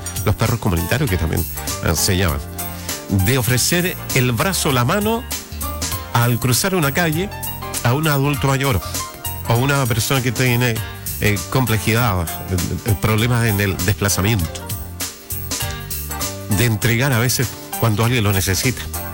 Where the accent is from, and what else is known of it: Chile